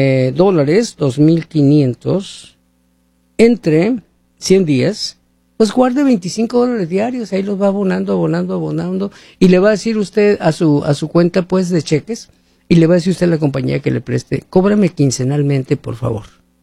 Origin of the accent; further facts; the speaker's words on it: Sonora, Mexico; yo soy de Sonora, de los Altos de Sonora